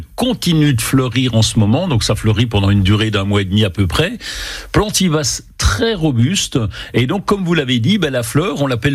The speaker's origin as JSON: {"language": "French", "region": "Bourgogne-Franche-Comté", "country": "France", "said": "chez nous, en Franche-Comté"}